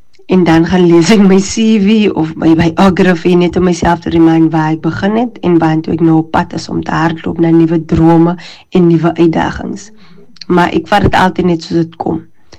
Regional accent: George, Western Cape, South Africa; ek is alipad van George Rosemoor.

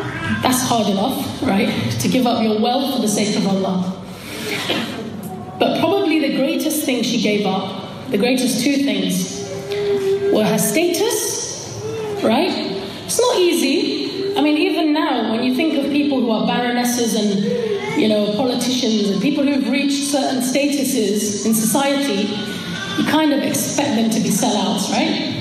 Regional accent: London, United Kingdom; we grew up in Hackney.

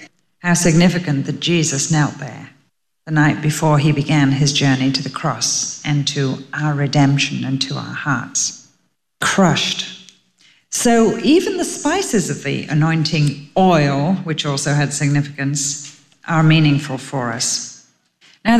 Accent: England, United Kingdom; Maybe I'm the only one that makes rice puddings, being English, but I always load it with cinnamon.

